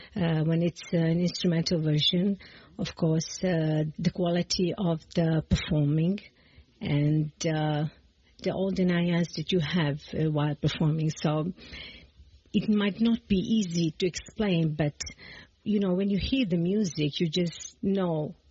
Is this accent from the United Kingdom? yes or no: no; Montenegro; I'd like to say a great greetings for your listeners. … I come from Montenegro, Radio Montenegro.